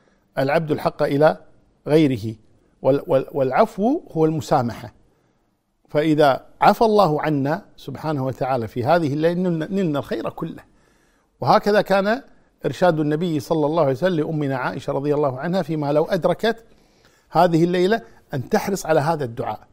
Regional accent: Kuwait; عندنا في الكويت

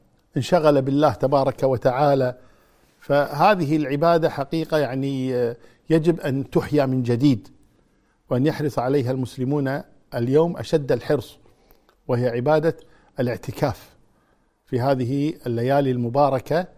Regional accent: Kuwait; عندنا في الكويت

